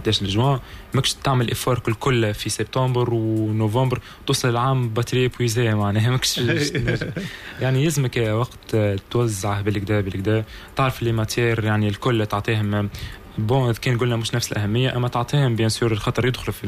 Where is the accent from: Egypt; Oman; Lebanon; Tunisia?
Tunisia; Gafsa, Gafsa Governorate; منطقتي قفصه اللي يعني الواحد ينتمي لها